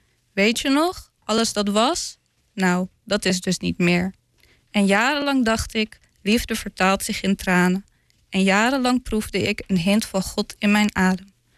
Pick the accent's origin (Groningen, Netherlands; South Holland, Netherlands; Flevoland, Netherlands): Flevoland, Netherlands; Lelystad; Ik ben een Lelystedeling.